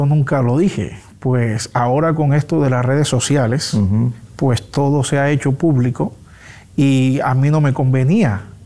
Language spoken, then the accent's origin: Spanish; Colombia; moved away as an adult; now in Dominican Republic; a nosotros como colombianos